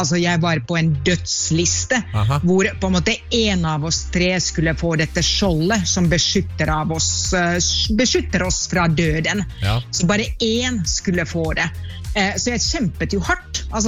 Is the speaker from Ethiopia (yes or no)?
no; Finland; now in Norway; jeg er finsk